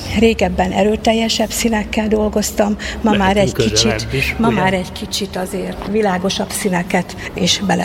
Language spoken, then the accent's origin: Hungarian; Balmazújváros, Hajdú-Bihar, Hungary; born there; now in Debrecen, Hungary; Balmazújvároson születtem, Debrecenben élek jelenleg.